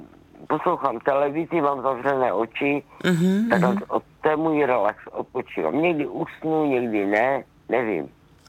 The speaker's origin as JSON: {"language": "Czech", "country": "Poland", "lives_now": "Czechia"}